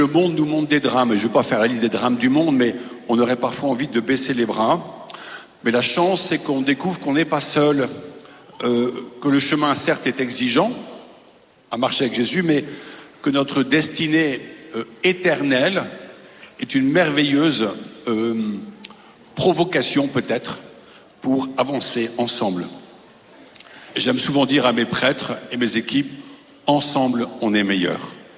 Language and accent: French; Paris, Île-de-France, France; je suis à Parisien